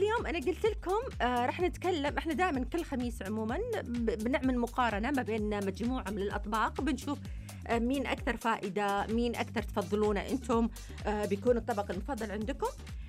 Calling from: Yemen; وألو مساء الخير،

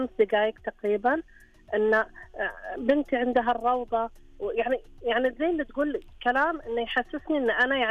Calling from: Qatif, Eastern Province, Saudi Arabia; من القطيف.

